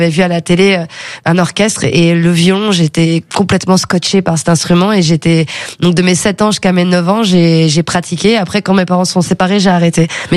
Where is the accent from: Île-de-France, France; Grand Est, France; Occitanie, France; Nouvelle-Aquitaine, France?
Nouvelle-Aquitaine, France; born there; also born or lived in Chambray-lès-Tours, Centre-Val de Loire; Je suis née à Chambray-les-Tours et on avait une maison à Maitrey que mon père avait construite avec ses mains. Et j'ai habité là jusqu'à mes 9 ans. Et ensuite, j'ai déménagé en région Aquitaine.